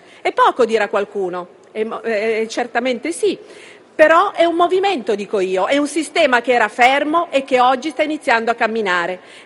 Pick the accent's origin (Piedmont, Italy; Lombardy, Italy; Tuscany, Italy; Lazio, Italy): Piedmont, Italy; Cuneo; E lo dico da piemontese, da cuneese, questa legge raccoglie e porta a livello nazionale lo spirito della legge Carlotto, la legge regionale del Piemonte